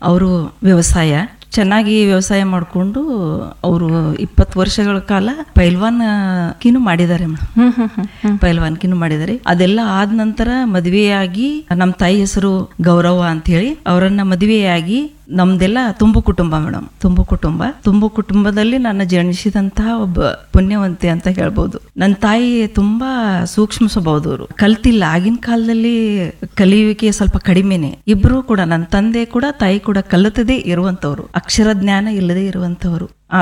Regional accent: Halatti, Karnataka, India; ನನ್ನ ಬಾಲ್ಯ ಅಂತಂದ್ರೆ ಹುಟ್ಟಿ ಬೆಳೆದದ್ದು ಮೇಡಮ್ ನಾನು ಚಿಕ್ಕೋಡಿ ತಾಲೂಕ ಹಾಲಟ್ಟಿ ಅನ್ನುವಂಥ ಗ್ರಾಮ.

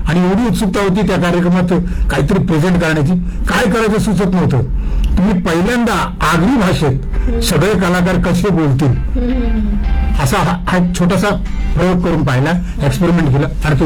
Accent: Mumbai, Maharashtra, India; मी आधी मुंबईत राहायचो. वरळी कोळीवाडा हे माझं गाव आणि कोळीवाडा म्हटलं की संपूर्ण कोळ्यांचं गाव होते

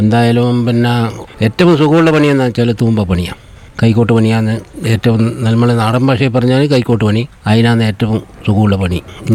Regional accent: Thillankeri, Kerala, India; Thillankeri.

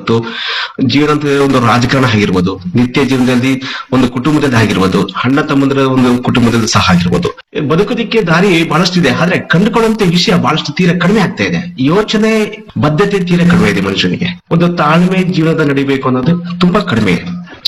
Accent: Kolar, Karnataka, India; ನಾನು ಮೂಲತಃ ಕೋಲಾರ.

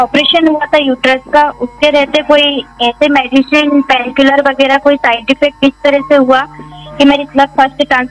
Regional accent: Bhopal, Madhya Pradesh, India; मैं भोपाल शहर से हूँ, मैं एक हाउसवाइफ हूँ

